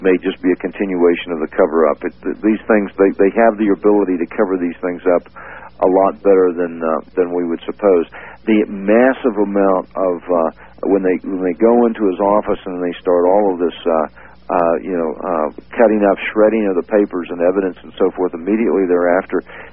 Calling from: California, United States; I'm calling from Central California on KYLS, listening on the KYLS.

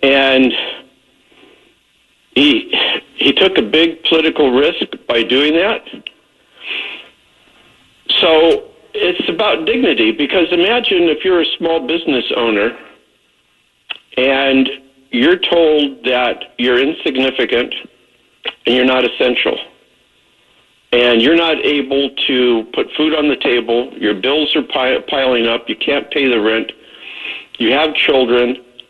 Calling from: Oceanside, California, United States; I live in Oceanside, California. Right next door is Camp Pendleton.

